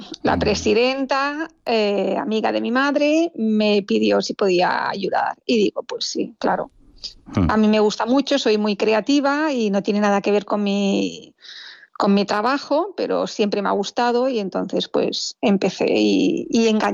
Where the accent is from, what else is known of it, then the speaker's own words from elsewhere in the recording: Girona, Catalonia, Spain; somos gente de Girona que durante todo el año estamos preparando un proyecto que se elabora en 3 días